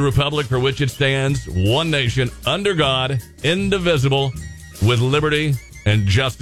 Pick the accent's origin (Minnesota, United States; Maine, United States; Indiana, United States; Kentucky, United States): Kentucky, United States; as which when I was raised in Kentucky, Little Magnolia Elementary School, every day we started